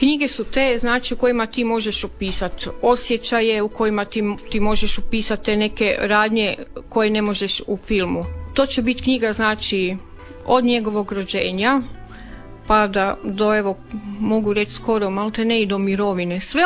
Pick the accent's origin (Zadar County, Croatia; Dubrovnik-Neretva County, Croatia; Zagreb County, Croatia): Zagreb County, Croatia; Velika Gorica; u mom rodnom gradu Velikoj Gorici.